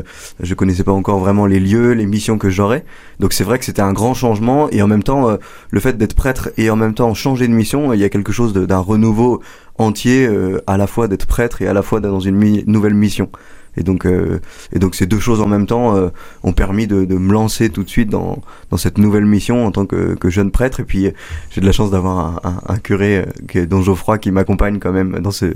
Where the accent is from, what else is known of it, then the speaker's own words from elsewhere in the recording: Compiègne, Hauts-de-France, France; moved away as an adult; now in Châlons-en-Champagne, France; Alors moi je suis originaire de Picardie, pas très très loin. Je viens de Compiègne.